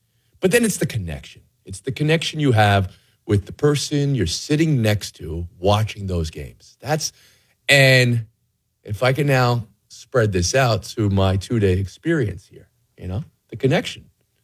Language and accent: English; New Jersey, United States; This is Drazen Petrovic here. a player I grew up with in Jersey.